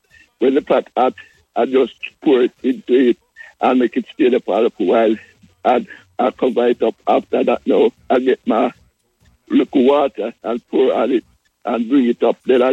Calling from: Kingston, Jamaica; I'm calling from Alexander Road, Kingston 13.

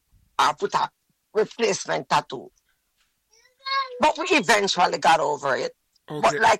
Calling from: Jamaica; I come from Jamaica.

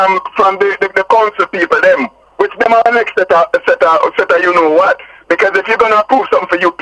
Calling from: Jamaica; Yes, it's because we're Jamaican.

